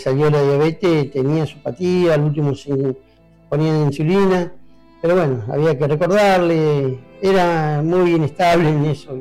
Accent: Caleta Olivia, Santa Cruz, Argentina; vos viajás por todos lados y decís que soy de Caleta Olivia y te dicen dónde era el roño.

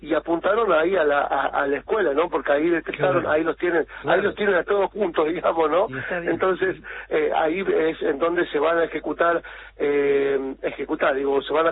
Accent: La Rioja, Argentina; hablo como riojano

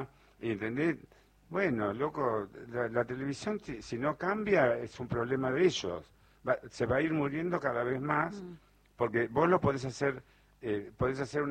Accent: Argentina; como nos encanta a los argentinos.

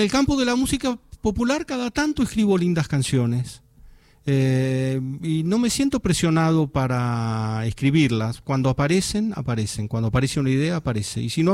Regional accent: Argentina; porque soy argentino.

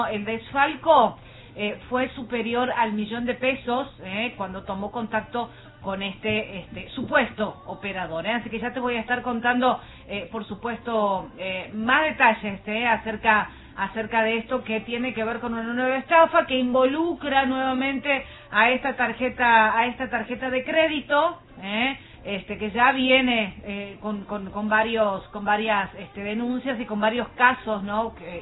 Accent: Argentina

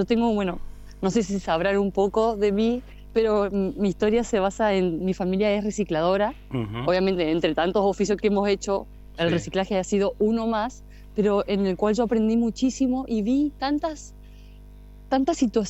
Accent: Río Gallegos, Santa Cruz, Argentina; Nacida y criada, como diríamos nosotros.

